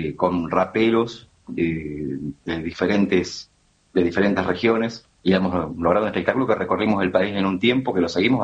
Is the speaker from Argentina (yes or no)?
yes; San Vicente, Buenos Aires Province, Argentina; Vicente, provincia de Buenos